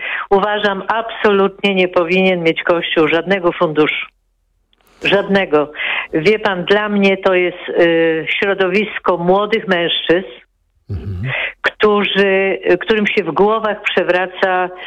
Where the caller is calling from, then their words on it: Kraków, Lesser Poland, Poland; Ja mieszkam w Krakowie